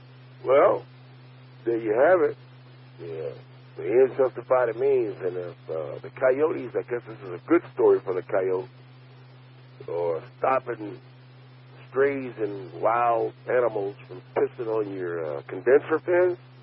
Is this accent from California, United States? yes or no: yes; Los Angeles, California, United States; growing up in South Central.